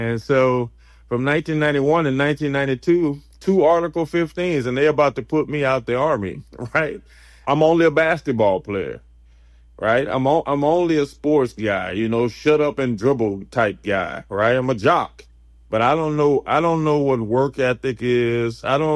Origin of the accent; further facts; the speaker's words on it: Alexandria, Louisiana, United States; also born or lived in Maine; So we end up, I end up growing up in Alexandria, but I'm actually from Maine, but I don't want to lose my street credibility.